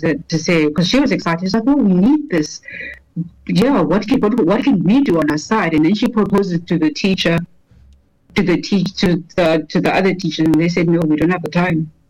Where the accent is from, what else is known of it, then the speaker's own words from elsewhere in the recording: Western Cape, South Africa; but now I grew up in the Western Cape. That is a much more, like, a better province with more resources.